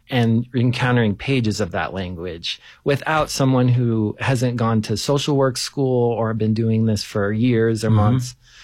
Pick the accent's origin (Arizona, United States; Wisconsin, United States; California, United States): California, United States; I grew up in Southern California, San Bernardino County.